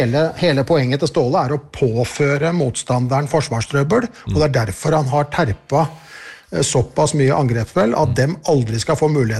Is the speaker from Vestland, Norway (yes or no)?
yes; Bergen, Vestland, Norway; vi kan skrike som bergensere vi